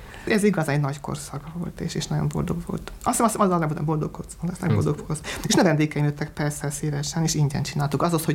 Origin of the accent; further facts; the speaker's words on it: Budapest, Hungary; Én Tabánba születtem egészen szegény körülmények között, engem még fateknőben fürdettek, és csak az volt a nagy modernizás az Aranykacsa utcában, hogy vizet be tudták vinni, és volt is saját angol vécénk